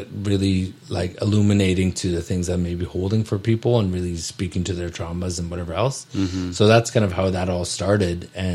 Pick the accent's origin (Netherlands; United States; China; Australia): Netherlands; also born or lived in Nelson, Canada; now in Penticton, Canada; I'm pretty short for a Dutchman